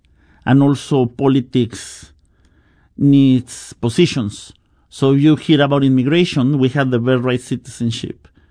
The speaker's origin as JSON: {"language": "English", "country": "Mexico", "tie": "born or raised there", "second_language": "English", "moved": "yes", "lives_now": "United States", "said": "I grew up in Mexican economic crisis in the 90s, so I have some affinities with them."}